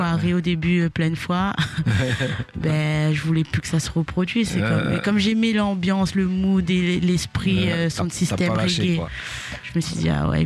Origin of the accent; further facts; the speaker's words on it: Réunion; moved away as an adult; now in France; je suis une artiste réunionnaise.